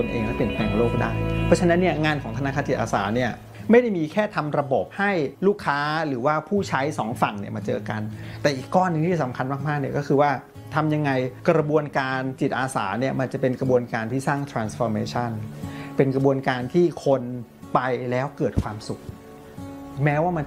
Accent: Bangkok, Thailand; born or raised there

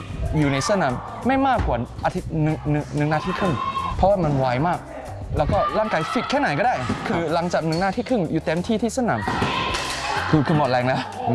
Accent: Singapore; เป็นคนสิงคโปร์ครับ

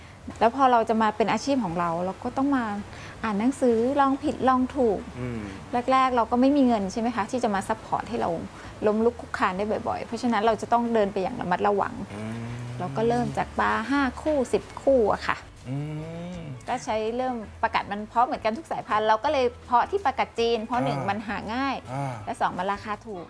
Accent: Nakhon Pathom, Thailand; ไม่มีงานทำแล้วก็เราก็มาเริ่มต้นที่บ้านเกิดที่จังหวัดนครปฐมที่เนี่ยค่ะ

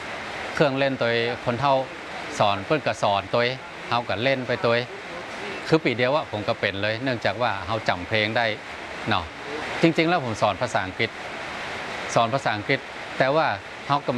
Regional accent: Sukhothai, Thailand; พื้นเพเดิมเนี่ยผมเป็นคนสุโขทัยครับ

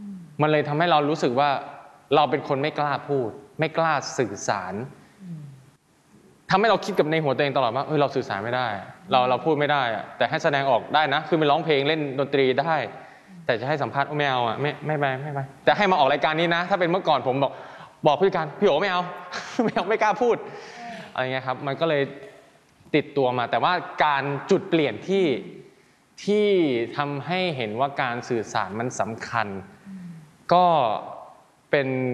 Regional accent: Isan, Thailand; เราเป็นคนอีสานเราก็พูดอีสานไปเลย

